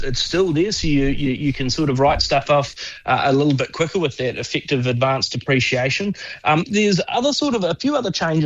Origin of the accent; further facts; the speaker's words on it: Whangarei, Northland, New Zealand; My hometown is Whangarei